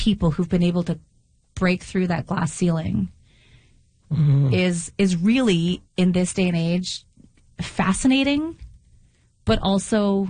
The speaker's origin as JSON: {"language": "English", "town": "Dauphin", "region": "Manitoba", "country": "Canada", "tie": "born or raised there", "said": "I think even for myself growing up in Dauphin, there were only, you know, one or two instructors."}